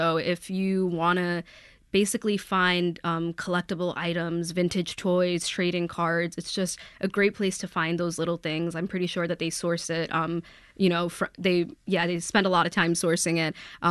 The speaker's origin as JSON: {"language": "English", "town": "New York City", "region": "New York", "country": "United States", "tie": "born or raised there", "said": "So I'm from Throgs Neck, and you know, Throgs Neck could be really sectioned off. It's very suburban. It's away from a lot of the trains."}